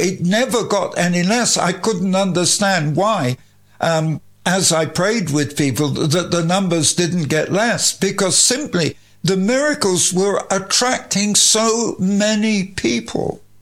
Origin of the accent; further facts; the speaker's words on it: England, United Kingdom; And I'm an Englishman, and if you're listening to me, when I've finished, then come down and bring me a cup of tea.